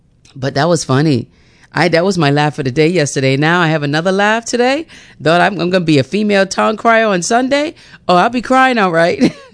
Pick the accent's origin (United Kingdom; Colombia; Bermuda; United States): Bermuda; St. George's; Right, but you defended me, knowing that I'm from St. George's